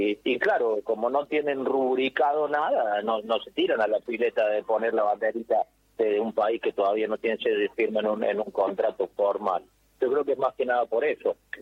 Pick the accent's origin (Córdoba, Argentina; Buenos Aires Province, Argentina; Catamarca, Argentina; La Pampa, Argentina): Córdoba, Argentina; número 2 como argentino, número 3 para más como cordobés, o sea, como ciudadano del lugar donde se habla mucho de eso, segunda ciudad de la Argentina y demás.